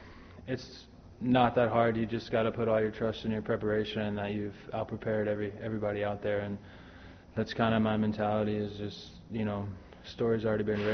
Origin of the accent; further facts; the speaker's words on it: Houston, Texas, United States; I mean, I grew up in Houston, humidity through the wazoo, and I'm not a big fan of the cold, to be honest with you.